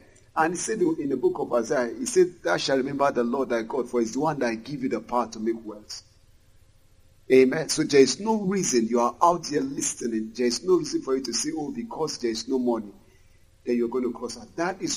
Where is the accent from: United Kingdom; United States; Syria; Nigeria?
Nigeria; Lagos; I said, I'm an artist from Lagos. And I showed them my CD. The security man looked at it. He saw the address, Lagos